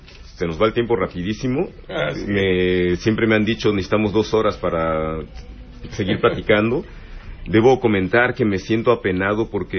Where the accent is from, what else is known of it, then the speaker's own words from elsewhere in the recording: Mexico; como pues somos mexicanos, hablamos español